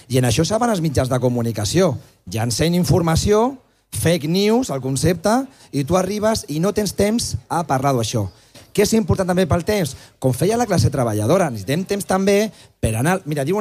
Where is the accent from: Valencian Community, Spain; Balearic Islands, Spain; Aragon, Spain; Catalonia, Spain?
Catalonia, Spain; Terrassa; Jo soc del Vallès de Terrassa